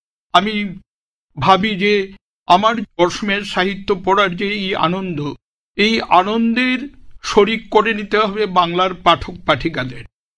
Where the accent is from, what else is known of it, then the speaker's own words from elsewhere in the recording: Assam, India; moved away as an adult; now in Kolkata, India; অসমে জন্ম, অসমে পড়াশোনা, সমস্ত কিছু অসমে হওয়া সত্ত্বেও